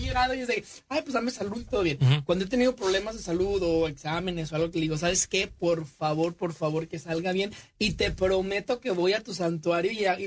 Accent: Jalisco, Mexico; Yo soy de los Altos de Jalisco

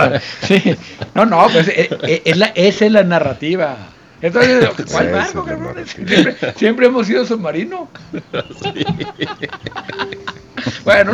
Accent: Mexico; como mexicanos votamos por Claudia

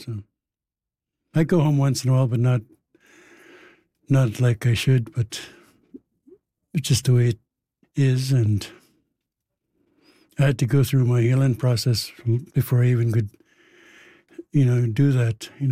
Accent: Ahousaht, British Columbia, Canada; now in Victoria, Canada; I am from Ahuset, It's up past Tofino, 12 miles past Tofino.

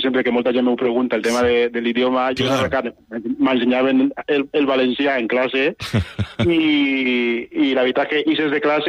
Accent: Equatorial Guinea; now in Ontinyent, Spain; jo vaig néixer, com has dit, en Guinea Equatorial. És un país que va ser, de fet, colònia espanyola.

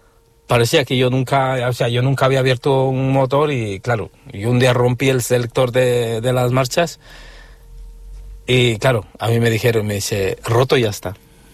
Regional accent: Ecuador; now in Spain; yo soy ecuatoriano y yo quisiese y me gustaría encontrarme con algún paisano

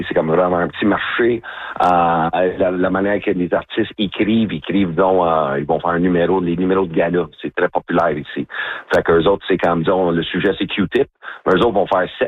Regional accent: Edmonton, Alberta, Canada; French is a second language; now in Quebec, Canada; je concentre beaucoup en français au Québec. Sinon, ouais, j'ai commencé en anglais. Je viens d'Edmonton, Alberta.

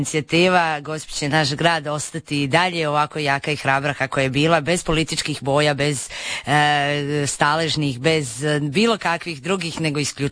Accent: Lika-Senj County, Croatia; born there; Ne damo mi svoju Liku, ja sam rođena Ličanka, moram naglasiti

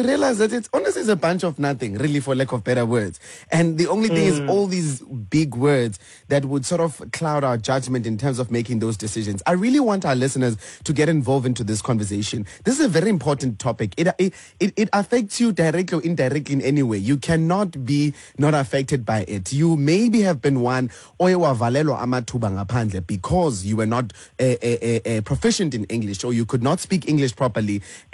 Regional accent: South Africa; us as South African also citizens

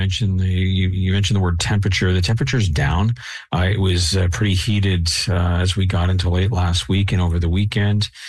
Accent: Canada; I don't say this because I'm Canadian.

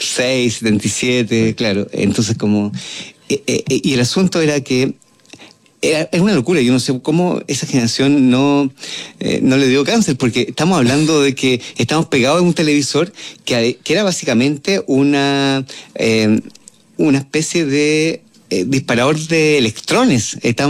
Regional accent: Chile; crecí en una calle llamada Montana 7388 en Villa El Dorado, una especie de barrio muy similar a los barrios de los 60 y los 70 norteamericanos

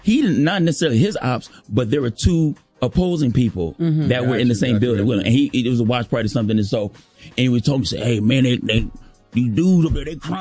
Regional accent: Los Angeles, California, United States; LA. I'm from South Central LA.

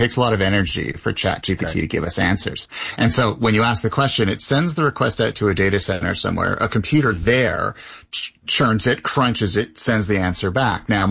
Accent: Canada; Lovely being Canadian.

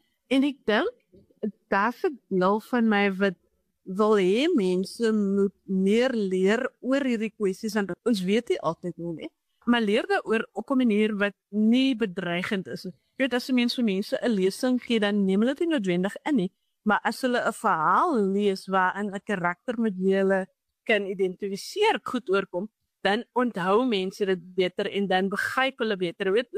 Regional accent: Grabouw, Western Cape, South Africa; Ek het op Grabouw groot geword waar ek nou weer bly.

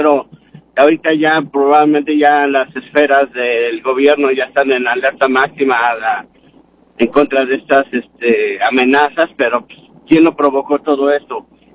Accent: Mexico; soy estadounidense mexicano.

